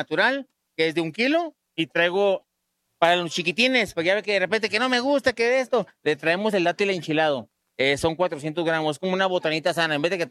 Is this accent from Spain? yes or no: no; Mexicali, Baja California, Mexico; Sí, yo vengo, como digo, vengo del Valle de Mexicali, estamos pues, en Baja California, de punta a punta.